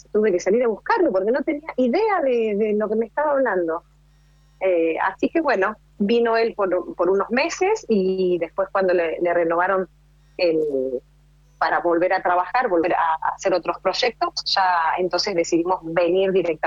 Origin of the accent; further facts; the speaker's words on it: Zárate, Buenos Aires Province, Argentina; Yo soy de Zárate.